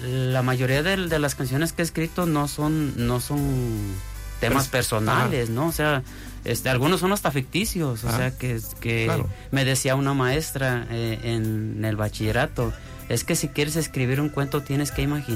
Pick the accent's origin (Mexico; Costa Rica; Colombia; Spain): Mexico; Quesería, Colima; Yo soy de ahí de Quesería